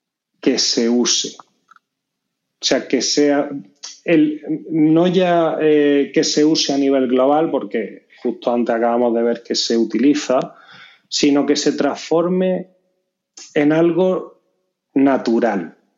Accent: Granada, Andalusia, Spain; accent: southern (not northern); A mí por el acento se sabe que del norte no soy, yo soy granadino

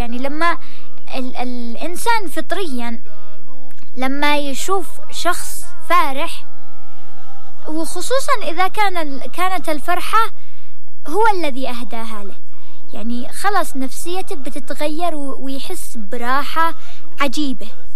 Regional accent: Yemen; accent: Yemeni; مثل ما بنقول يعني في لهجتنا اليمنية بيتهلك

